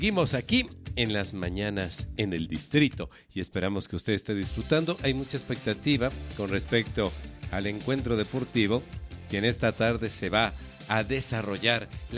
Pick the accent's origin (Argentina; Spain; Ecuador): Ecuador